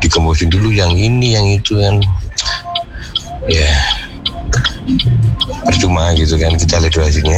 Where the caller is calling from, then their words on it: Malang, East Java, Indonesia; Saya selaku warga Malang